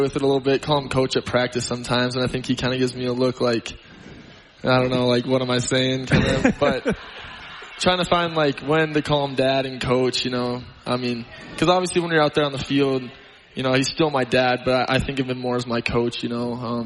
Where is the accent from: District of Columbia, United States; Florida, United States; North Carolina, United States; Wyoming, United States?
Wyoming, United States; Laramie; also born or lived in Fargo; because I was born in Fargo, moved to Laramie. So I kind of say Laramie, but graduated from Bozeman.